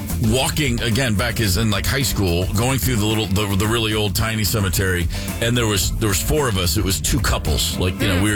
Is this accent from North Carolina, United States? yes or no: no; Kentucky, United States; There was a cemetery in my hometown of Kentucky, the Pioneer Cemetery, which has tombstones from the 1700s.